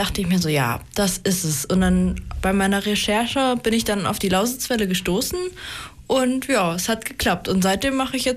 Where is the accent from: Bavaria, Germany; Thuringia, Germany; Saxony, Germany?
Saxony, Germany; Großröhrsdorf; Ich komme aus Großröhrsdorf. Das liegt quasi, ist eigentlich ein direkter Nachbarort von Pulsnitz.